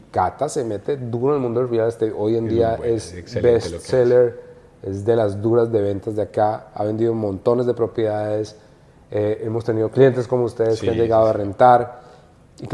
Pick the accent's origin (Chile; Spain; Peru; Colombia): Colombia; moved away as an adult; now in United States; Porque yo en Colombia era.